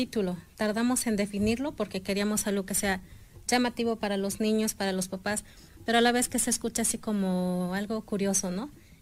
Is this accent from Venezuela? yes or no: no; Mexico; moved away; yo vengo de Soyatla